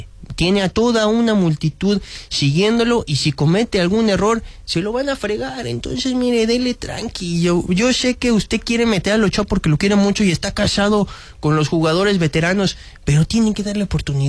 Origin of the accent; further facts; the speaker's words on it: Mexico; cómo somos los mexicanos